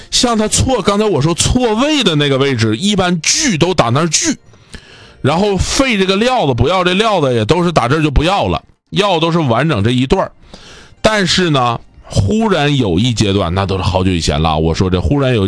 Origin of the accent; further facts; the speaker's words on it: Northeast China, China; accent: Northeastern; 拿手指盖一 K 都能 K 出印来啊，我们东北话讲就 K 呀